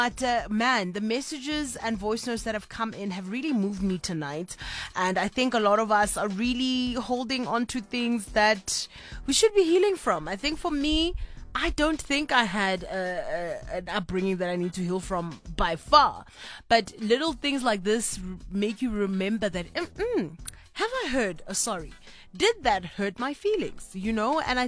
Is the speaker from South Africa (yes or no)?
yes; Kimberley, Northern Cape, South Africa; I'm actually also from Kimberley